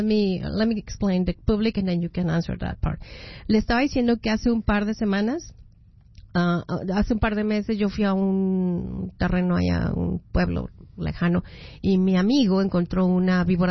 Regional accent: Mexico; como soy bien mexicana y brava como soy, ya me conocen ustedes

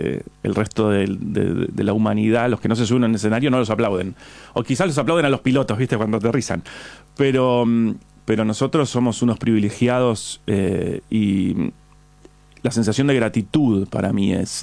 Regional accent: Buenos Aires, Argentina; De acá, de Rabignani al 2069.

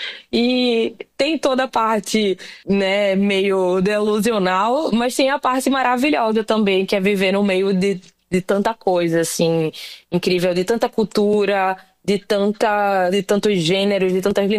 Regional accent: Pernambuco, Brazil; now in Recife, Brazil; eu sou preta, sou nordestina, eu sou mãe, eu sou artista, eu sou bissexual.

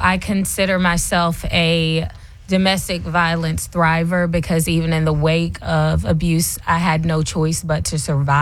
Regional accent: South Carolina, United States; also born or lived in Charlotte, North Carolina; I was raised here in the Carolinas, from Charlotte, mm-hmm. raised in South Carolina, York County

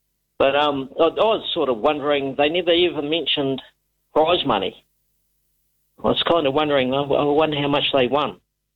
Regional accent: North Island, New Zealand; I've actually never surfed in the North Island, believe it or not, even though I come from the North Island.

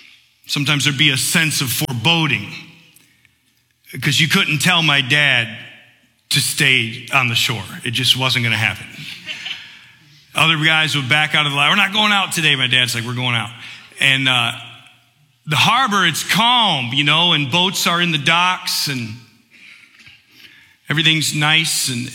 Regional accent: Michigan, United States; I grew up here in Michigan.

